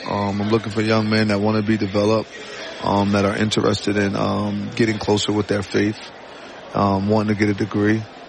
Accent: Camden, New Jersey, United States; moved away; Like, I am from New Jersey, born and raised in Camden, New Jersey. That means everything to me

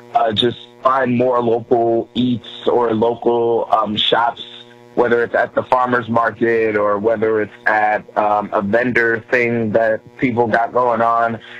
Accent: Chicago, Illinois, United States; now in Kansas City, United States; I'm from Chicago, by the way. I didn't realize Burnin's was a thing until I got here.

